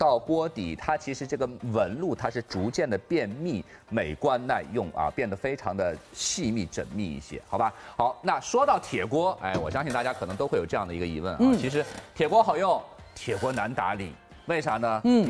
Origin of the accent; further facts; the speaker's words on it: Shanghai, China; 我们上海人